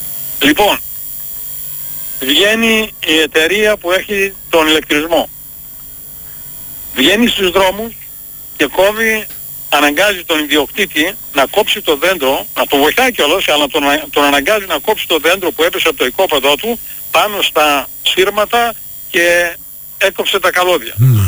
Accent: Greece; moved away as an adult; now in United States; Μεγάλωσα στην Ελλάδα και έφυγα στα 25 μου.

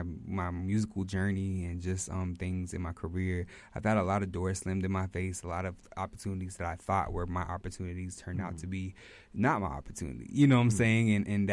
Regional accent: Houston, Texas, United States; I'm from Houston, Texas.

